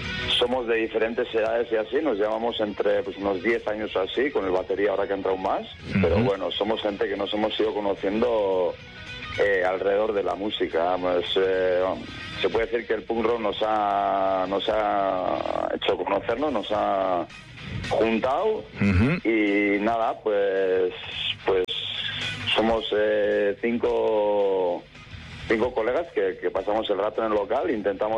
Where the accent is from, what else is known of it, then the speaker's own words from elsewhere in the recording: Oñati, Basque Country, Spain; somos cinco colegas de Oñati.